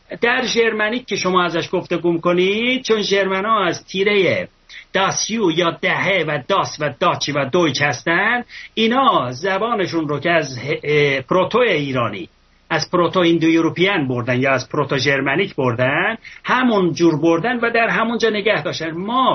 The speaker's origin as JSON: {"language": "Persian", "region": "Ardabil Province", "country": "Iran", "tie": "born there", "said": "در اردبیل، من استان اردبیل زاده شدم"}